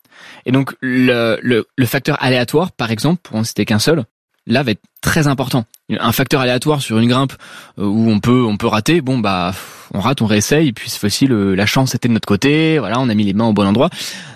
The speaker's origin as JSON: {"language": "French", "town": "Paris", "region": "Île-de-France", "country": "France", "tie": "born or raised there", "said": "Alors, j'ai grandi à Paris. Donc du coup, j'ai grandi autour des gratte-ciel"}